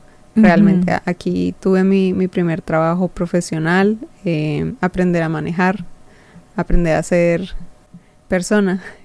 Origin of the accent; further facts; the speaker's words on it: Colombia; moved away as an adult; now in Australia; Bueno, yo soy originaria de Colombia.